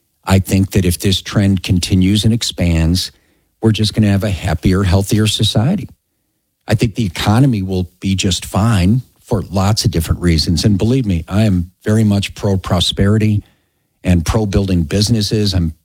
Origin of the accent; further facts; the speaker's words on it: Chicago, Illinois, United States; now in Colorado, United States; Thank God every day that I'm here from Chicago. I'm so grateful that I won an Evans Scholarship and they sent me to CU Boulder and I get to live in Colorado.